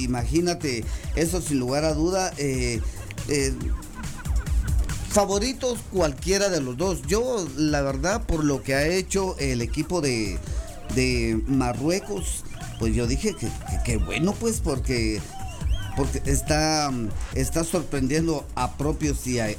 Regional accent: Paraguay; Yo soy paraguayo, no, olvidate.

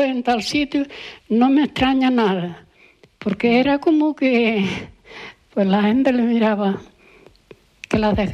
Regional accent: Fuencaliente, Canary Islands, Spain; born there; El barrio de las Indias, que es donde yo nací, mi familia.

